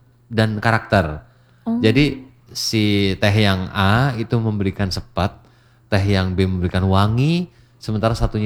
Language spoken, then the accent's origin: Indonesian; Surakarta, Central Java, Indonesia; kita sebagai orang Solo